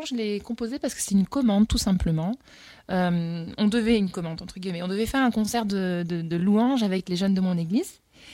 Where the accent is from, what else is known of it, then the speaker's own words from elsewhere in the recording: South, France; je viens du Sud.